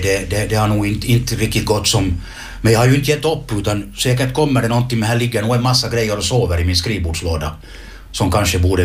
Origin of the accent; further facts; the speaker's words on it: Leksand, Dalarna County, Sweden; born there; jag föddes i Leksand.